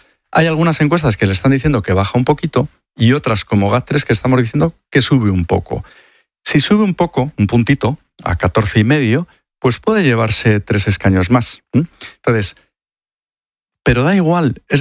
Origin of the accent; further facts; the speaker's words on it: Andalusia, Spain; Y ya que soy andaluz, oye, lo aprovecho.